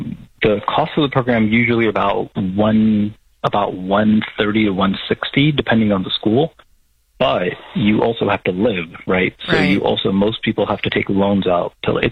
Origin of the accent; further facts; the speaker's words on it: Florida, United States; I'm from Florida, and we make crap money there, and we get paid a whole lot more here on the West Coast. That's one of the reasons I came out here.